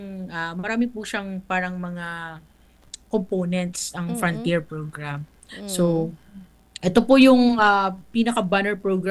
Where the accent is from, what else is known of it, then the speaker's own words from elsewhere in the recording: Bicol Region, Philippines; dito sa Catanduanes, ano, kasi siyempre, taga-Catanduanes ako.